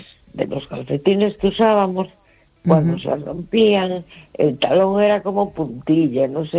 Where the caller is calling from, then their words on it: A Coruña, Galicia, Spain; de La Coruña.